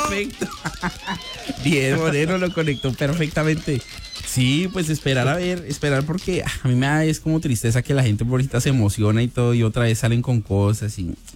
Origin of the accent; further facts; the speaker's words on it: Colombia; Vea, la respuesta es de puro amor porque soy colombiano